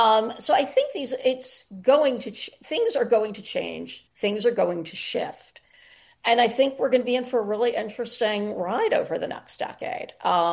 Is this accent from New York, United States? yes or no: yes; New York, United States; now in Los Angeles, United States